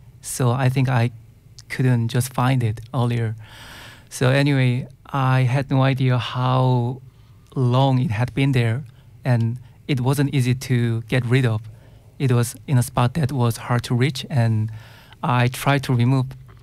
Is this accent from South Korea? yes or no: yes; South Korea; first language Korean; English is a second language; My English is not fluent as my Korean. But actually in Korea, it's really common to have English lyrics in Korean songs.